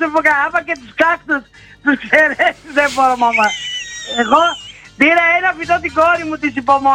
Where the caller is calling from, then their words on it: Pentalofos, Greece; είμαι από την Πεντάλοφο